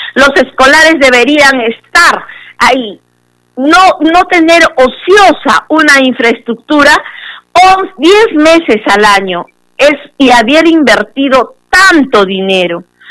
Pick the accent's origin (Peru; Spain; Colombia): Peru; Mollendo, Arequipa; Como mujer mollendina y mujer del Puerto Bravo